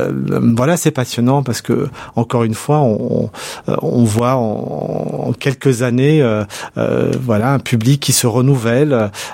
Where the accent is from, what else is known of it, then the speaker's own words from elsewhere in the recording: Saint-Priest, Auvergne-Rhône-Alpes, France; also born or lived in Lyon; j'ai jamais voulu couper le cordon avec la ville qui m'a vu grandir. D'ailleurs, je vis toujours à Saint-Priest. Effectivement, je suis né à Lyon, mais j'ai toujours vécu à Saint-Priest. Donc, je connais ses rues, ses habitants.